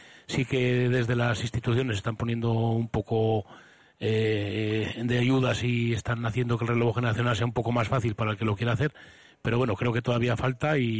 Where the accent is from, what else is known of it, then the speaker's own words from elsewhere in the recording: Kripan, Basque Country, Spain; que yo lo que tengo es mucho orgullo de la gente de mi pueblo, la he tenido siempre, pero la gente me lo demuestra cada vez más.